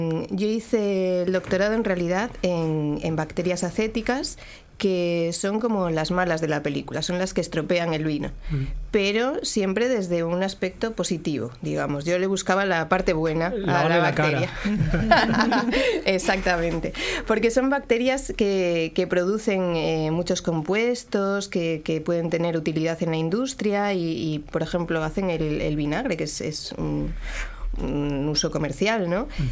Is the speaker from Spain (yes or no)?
yes; Asturias, Spain; moved away as an adult; No, yo soy española, soy de Asturias, del norte de España.